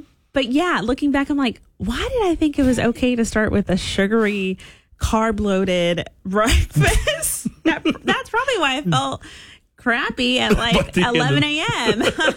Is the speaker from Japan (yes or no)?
no; Texas, United States; growing up in Texas, we would go to this is a Lone Star thing, but we would go, or Southeast Texas thing, I should say.